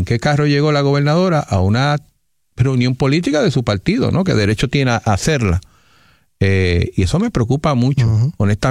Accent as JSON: {"language": "Spanish", "country": "Puerto Rico", "said": "yo obviamente soy del área del Valle del Turabo"}